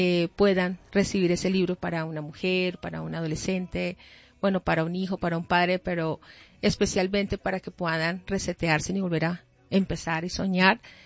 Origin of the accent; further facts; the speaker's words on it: Colombia; moved away; yo crecí en Colombia toda mi vida, al lado de unos papás con misterio y todo tan bonito, pero Dios me sacó